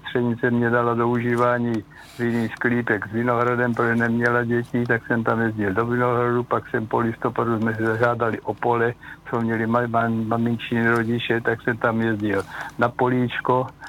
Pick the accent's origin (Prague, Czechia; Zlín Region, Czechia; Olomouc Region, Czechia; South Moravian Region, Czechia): South Moravian Region, Czechia; Milotice; moved away as an adult; now in Kyjov, Czech Republic; já jsem se narodil od Kyjova 7 kilometrů v Mihotici, je tam krásný zámek, pěkný rybník, kde bývalo v létě obležené aj Kyjoviáka, protože tady neměli koupaliště.